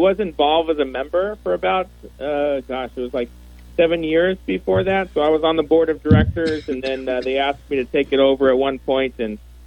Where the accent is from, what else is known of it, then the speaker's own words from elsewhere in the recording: Chino Hills, California, United States; I was born and raised in Chino Hills. So I was born in 1981, and there was just one tract of homes that I lived in. And over the years, I'm now, I'm 42 years old.